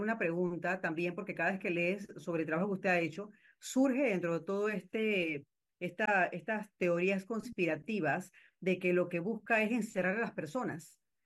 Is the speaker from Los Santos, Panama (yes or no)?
no; Chiriquí, Panama; yo que soy de Doleíta en Chiriquí, la provincia de Chiriquí